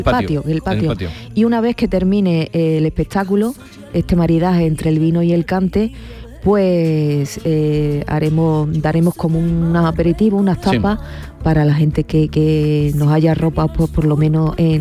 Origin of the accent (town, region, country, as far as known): Rociana del Condado, Andalusia, Spain